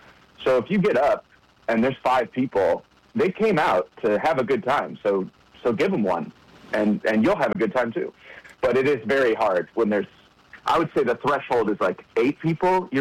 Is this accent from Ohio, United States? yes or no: yes; Ohio, United States; but I'm from Ohio, so I knew all about him, like, far in advance.